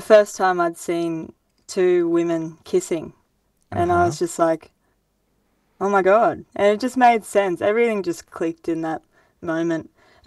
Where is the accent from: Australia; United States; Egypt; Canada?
Australia; Grafton, New South Wales; No, well, I grew up in Grafton. It's like a small town, about 25,000 to 30,000 people, northern New South Wales.